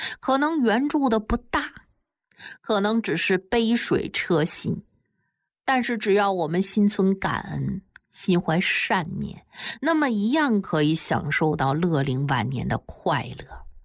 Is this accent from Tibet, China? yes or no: yes; Shannan, Tibet, China; born or raised there